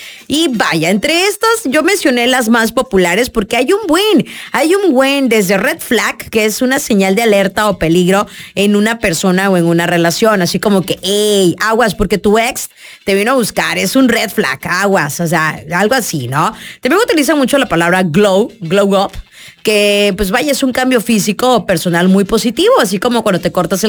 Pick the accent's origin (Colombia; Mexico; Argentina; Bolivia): Mexico; como buenos mexicanos que somos